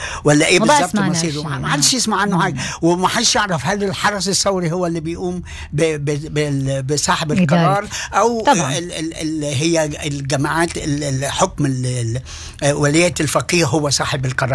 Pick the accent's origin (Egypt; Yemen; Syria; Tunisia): Egypt; الأمن المركزي عندنا في مصر